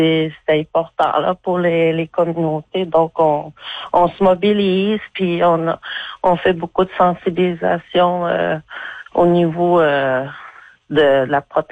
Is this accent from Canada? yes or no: yes; Natashquan, Quebec, Canada; Je viens de Noutachquan, en fait.